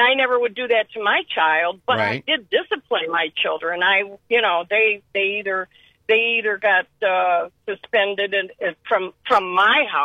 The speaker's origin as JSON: {"language": "English", "town": "Bedford", "region": "Ohio", "country": "United States", "tie": "born or raised there", "said": "Well, Cuyahoga, and I lived in, I grew up in Bedford."}